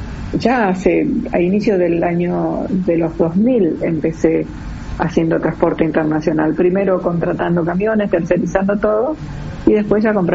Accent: Paso de los Libres, Corrientes, Argentina; Yo soy oriunda de Paso de los Libres, ahí hay una frontera internacional, un cruce, un puente internacional.

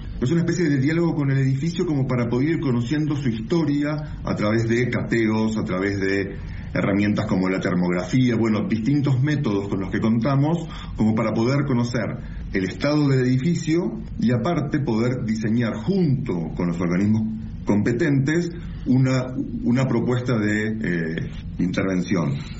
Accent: Bariloche, Río Negro, Argentina; also born or lived in Buenos Aires; now in Tilcara, Argentina; soy de Bariloche, estudié en Buenos Aires y hace unos 20 años que vivo por acá, aproximadamente. Uh-huh. Así que en mi corazón ya soy totalmente jujeño.

